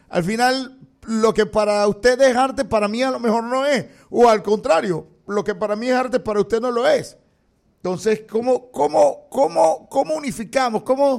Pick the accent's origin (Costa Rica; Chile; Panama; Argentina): Panama; yo me considero también un panameño de a pie